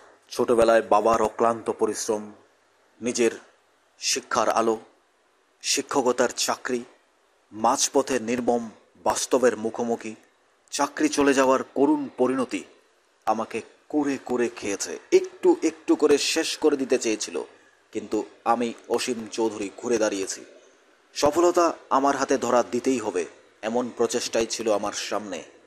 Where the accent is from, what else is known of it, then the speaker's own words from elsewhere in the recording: Baikhora, Tripura, India; বায়খরা দক্ষিণ ত্রিপুরায় আমার বাড়ি হলেও